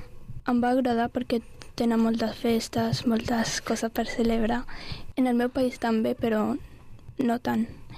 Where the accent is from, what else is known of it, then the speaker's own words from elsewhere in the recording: Algeria; Catalan is a second language; also born or lived in Barcelona / Sabadell; now in Mollet del Vallès, Spain; Soc d'Argèlia.